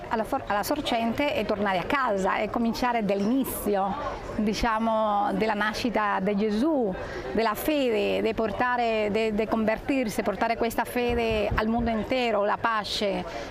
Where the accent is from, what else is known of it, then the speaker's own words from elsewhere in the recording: Cuba; Italian is a second language; moved away as an adult; now in Italy; Allora, io sono cubana, ma è 33 anni che abito in Italia.